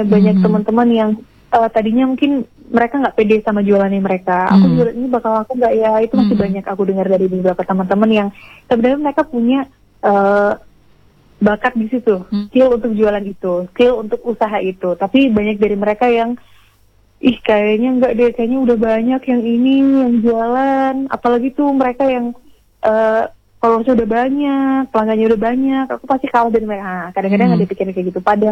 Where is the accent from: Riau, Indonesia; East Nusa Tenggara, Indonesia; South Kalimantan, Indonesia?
East Nusa Tenggara, Indonesia; Karena memang aku dari kecil di NTT